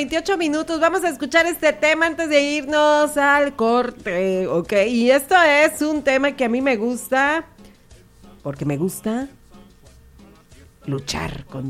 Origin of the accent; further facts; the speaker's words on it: Mexico; los mexicanos somos bien a todo dar